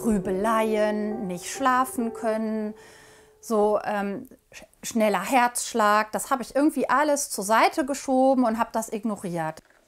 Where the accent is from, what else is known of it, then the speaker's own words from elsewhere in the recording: Hückeswagen, North Rhine-Westphalia, Germany; Ich bin im Bergischen Land groß geworden, in Hückeswagen. Ich habe in Wuppertal Kunst und Deutsch studiert, auf Lehramt.